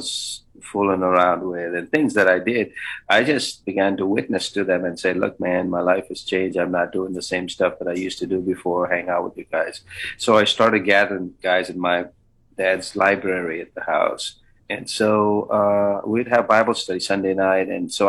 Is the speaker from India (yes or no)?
yes; Bangalore, Karnataka, India; first language Kannada; Growing up in Bangalore was fabulous. We felt like we were 1,500 feet above sea. It was 1,500 feet above sea level. It was a beautiful climate. We were proud of Bangalore. We are proud Bangaloreans, Kannadigas. We speak Kannada.